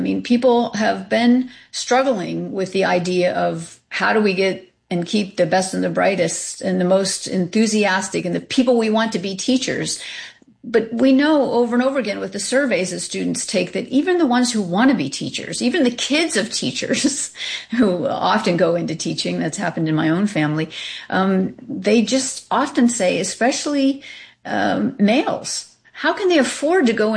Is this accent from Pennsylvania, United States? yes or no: yes; Pennsylvania, United States; I know Pennsylvania did this a few years back. That's my home state.